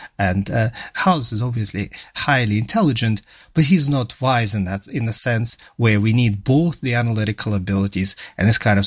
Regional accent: Ukraine; You know, it's been 5 years since we moved from Ukraine. At that time, we didn't have a single vacation.

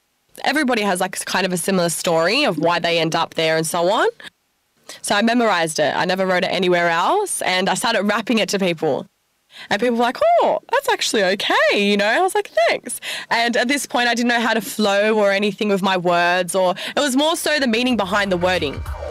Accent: Australia; I'm an Australian poet rapper.

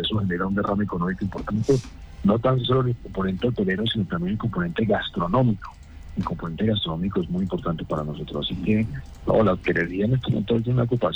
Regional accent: Santander, Colombia; para no olvidarnos de lo que somos como humangueses y como santandereanos.

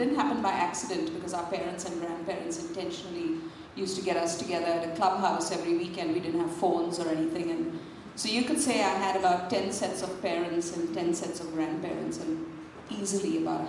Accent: Mumbai, Maharashtra, India; moved away; I come from India. I grew up in a really small, connected, very small connected neighborhood on the outskirts of Mumbai in a little suburb called Chembur.

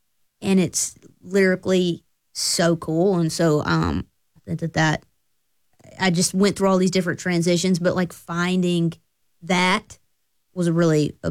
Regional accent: Floyd, Virginia, United States; So my grandfather, growing up in Floyd is huge for bluegrass music, that entire area. Friday nights, the Floyd Country Store, just playing out on the streets. Mm. So that's what I grew up listening to.

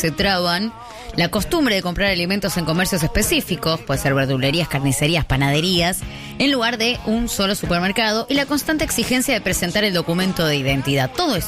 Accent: Argentina; estas tres costumbres que tenemos los argentinos

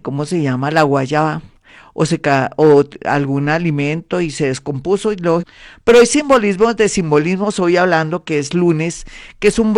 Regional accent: Colombia; como buena colombiana que somos muy, nos arreglamos bonito

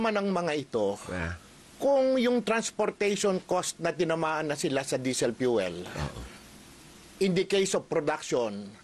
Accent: Cuenca, Calabarzon, Philippines; The Bakeries of Cuenca, so many years back is 1,250 bakers na galing sa munting bayan namin.

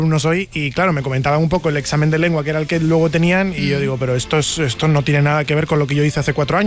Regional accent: Canary Islands, Spain; Además, yo soy de Canarias

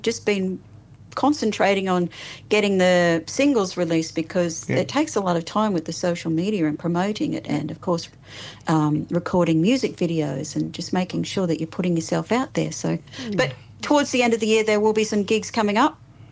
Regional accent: Cloncurry, Queensland, Australia; now in Ballarat, Australia; I was born and bred in Cloncurry in northwest Queensland.

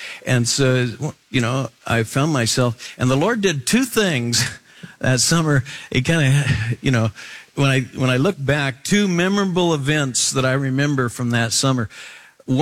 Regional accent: Willamette Valley, Oregon, United States; I grew up in the Willamette Valley, and my mom and dad both got pushed out of the Midwest by the Great Depression.

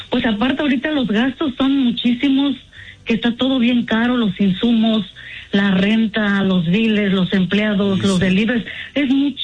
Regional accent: Oaxaca, Mexico; Yo soy de la Mixteca de Oaxaca, entonces las tortillas son hechas a mano

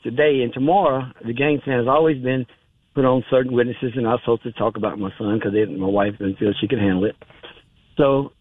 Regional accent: Calera, Alabama, United States; But I moved out of Shelby County, and I love Shelby County. It's my hometown. Calera is my hometown.

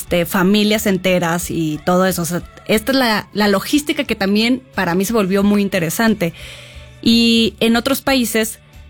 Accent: Monterrey, Nuevo León, Mexico; moved away; porque yo soy de Monterrey, tengo uh-huh. 16 años acá, y el circo que llegaba a Monterrey

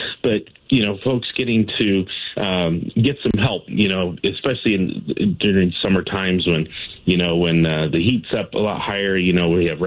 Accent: Nevada, United States; I was born and raised here.

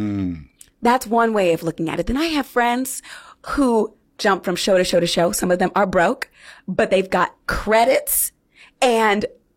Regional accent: Fresno, California, United States; My hometown hero … she has 6 Tonys and she's from Fresno, California.

